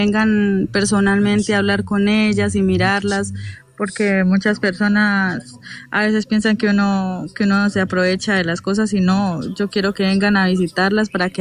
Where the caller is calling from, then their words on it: La Cumbre, Valle del Cauca, Colombia; De la Cumbre Valle.